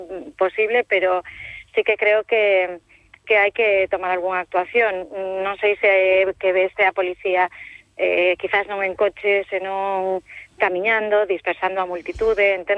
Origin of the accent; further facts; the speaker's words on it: Santiago de Compostela, Galicia, Spain; eu que son de Santiago de toda a miña vida, comprei un piso, pago un IBI